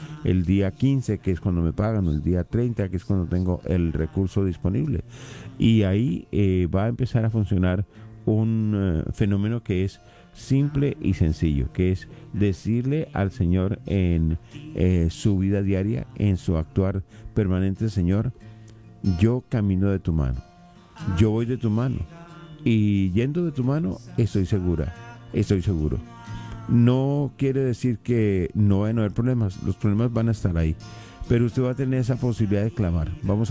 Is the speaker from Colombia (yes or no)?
yes; Colombia; born there; moved away; Colombia, el país donde yo nací.